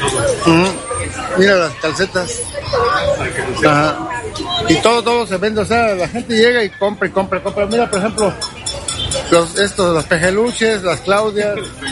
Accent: Mexico; No, vengo de México.

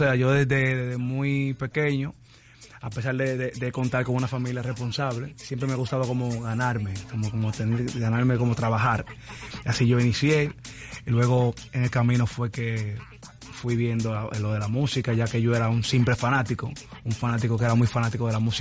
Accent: Dominican Republic

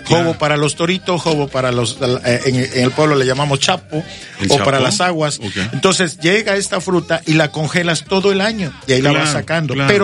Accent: Veracruz, Mexico; nosotros como costeños, como veracruzanos que somos

